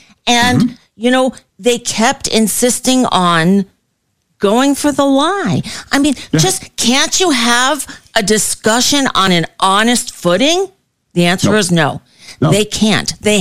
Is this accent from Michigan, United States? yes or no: no; New York City, New York, United States; I grew up in New York, and then I worked in New York in the first half of the 80s I was there.